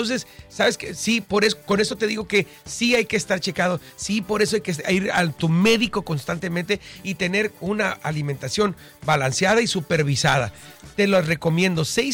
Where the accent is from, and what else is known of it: Mexico